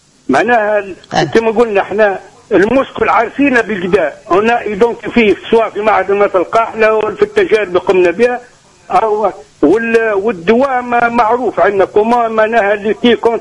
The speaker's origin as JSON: {"language": "Arabic", "country": "Tunisia"}